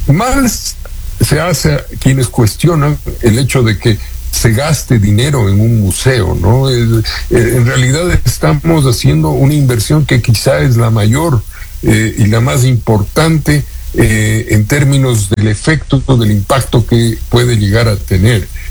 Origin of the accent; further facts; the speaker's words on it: Ecuador; nuestra propia condición como ecuatorianos